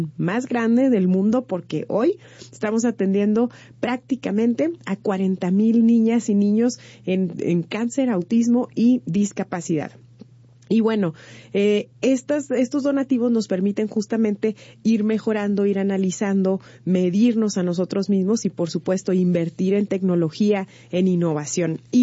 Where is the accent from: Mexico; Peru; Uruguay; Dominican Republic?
Mexico; debe de llenarnos de orgullo que como mexicanas y mexicanos hemos construido juntos